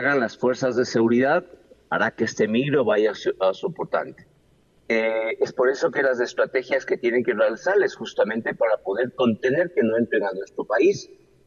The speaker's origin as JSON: {"language": "Spanish", "country": "Ecuador", "said": "la frontera nuestra con Colombia es muy amplia, es una zona selvática."}